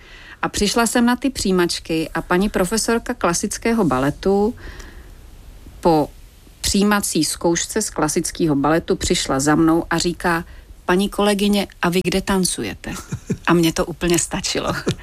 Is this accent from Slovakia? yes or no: yes; Slovakia; Tím, že jsem se v Bratislavě nedostala na činohru a v Praze se dala jako Slovák, v Praze mohl studovat tehdy jenom tu loutkárnu